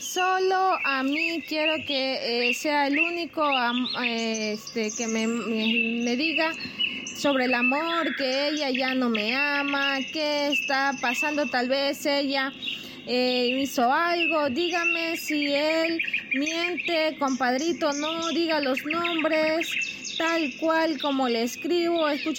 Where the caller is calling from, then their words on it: Jipijapa, Manabí, Ecuador; soy de Jipijapa, pero trabajo en Pedro Carbo.